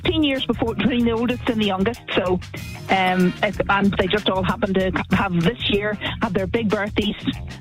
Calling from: Belfast, Northern Ireland, United Kingdom; We're calling from Belfast in Northern Ireland.

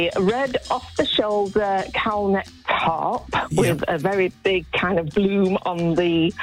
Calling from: Doncaster, Yorkshire and the Humber, United Kingdom; I'm calling from Doncaster.

